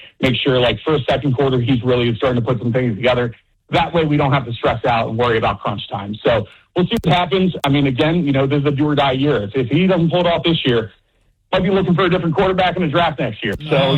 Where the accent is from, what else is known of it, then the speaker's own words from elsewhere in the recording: Philadelphia, Pennsylvania, United States; moved away; I grew up in Philly